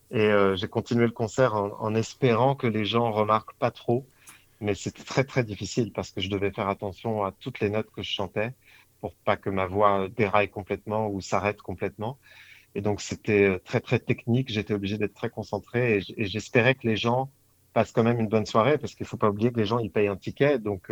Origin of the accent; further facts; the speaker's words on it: Paris, Île-de-France, France; parce que je suis parisien